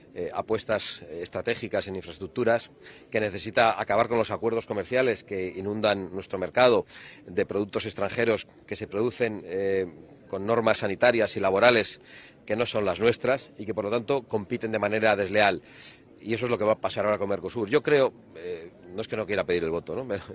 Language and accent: Spanish; Basque Country, Spain; ya estoy un poquito cansado de discursos nacionalistas que he padecido en mi propia tierra, en el País Vasco